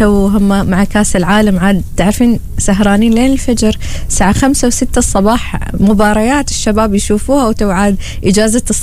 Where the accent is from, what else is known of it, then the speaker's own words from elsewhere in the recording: Oman; من بيئتنا العمانية